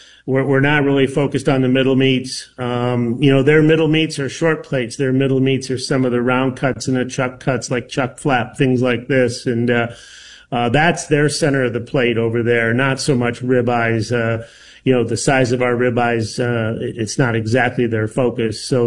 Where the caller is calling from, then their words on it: Oklahoma City, Oklahoma, United States; Yeah, we are in, we are calling you from Oklahoma City today.